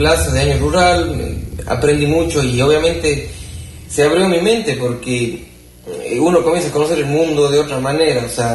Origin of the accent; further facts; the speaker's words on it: Cuenca, Azuay, Ecuador; moved away as an adult; now in Patuca, Ecuador; y obviamente serrano, pues, cuencanito, colorado, vengo a este calor